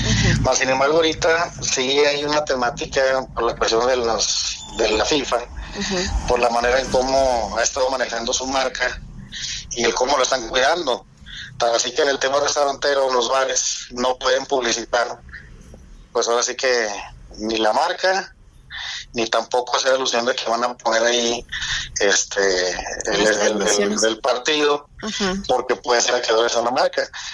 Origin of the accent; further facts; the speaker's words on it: Mexico; yo siento que en lo general, somos mexicanos, la verdad nos gusta el fútbol.